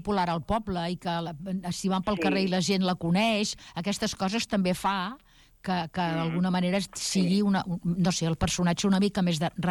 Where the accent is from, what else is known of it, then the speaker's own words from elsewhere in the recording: El Prat de Llobregat, Catalonia, Spain; he nascut al Prat, al poble, i que tota la meva família pràcticament és del Prat